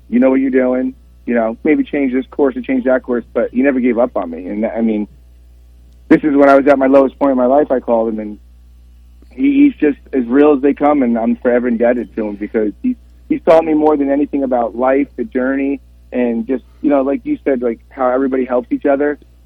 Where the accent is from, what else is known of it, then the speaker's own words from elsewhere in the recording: New York, United States; growing up in New York